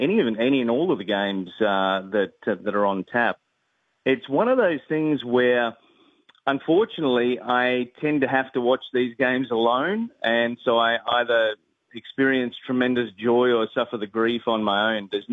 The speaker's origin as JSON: {"language": "English", "country": "Australia", "moved": "yes", "said": "I get that little feeling of really being an Aussie and being surrounded by Australians around the place."}